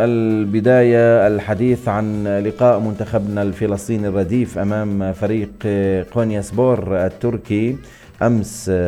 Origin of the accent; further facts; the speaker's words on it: Palestine; بهمنا كثير كفلسطينيين